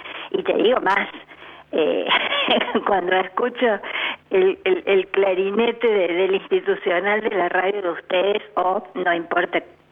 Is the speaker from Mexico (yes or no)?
no; Buenos Aires, Argentina; now in Villa María, Argentina; a mí me retrotraen a mi infancia en Buenos Aires.